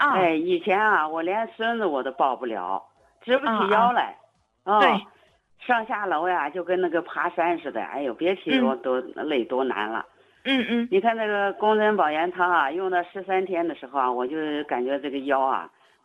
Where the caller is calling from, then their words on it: Nantong, Jiangsu, China; 哎，林老师啊，我是南通的